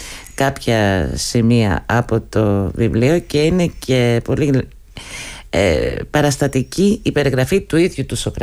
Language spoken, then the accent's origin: Greek; Athens, Attica, Greece; εμένα που τουλάχιστον είμαι από την Αθήνα